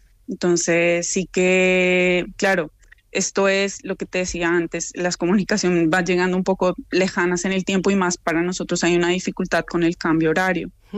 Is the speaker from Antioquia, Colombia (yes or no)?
no; Bogotá, Colombia; now in Madrid, Spain; soy de Bogotá